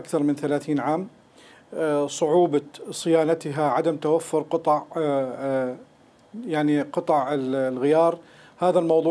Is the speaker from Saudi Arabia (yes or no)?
no; Syria; عندنا في سوريا